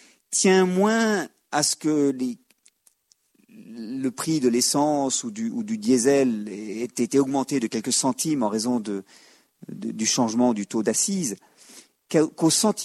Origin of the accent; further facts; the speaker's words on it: Belgium; chez nous, en Belgique